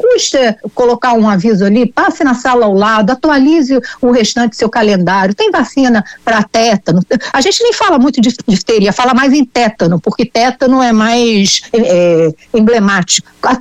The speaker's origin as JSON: {"language": "Portuguese", "region": "Rio de Janeiro", "country": "Brazil"}